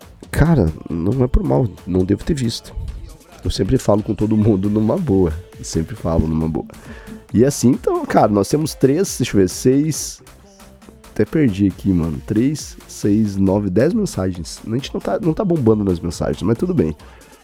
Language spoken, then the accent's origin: Portuguese; São Paulo, Brazil; accent: interior of São Paulo; É só pra fazer, é só pra eu puxar meu sotaque lá do interior de São Paulo.